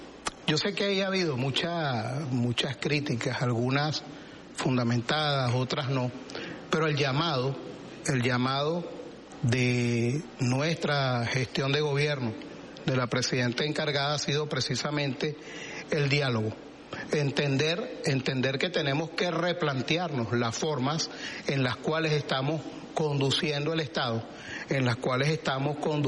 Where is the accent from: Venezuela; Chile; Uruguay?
Venezuela; nos reconocemos como venezolanos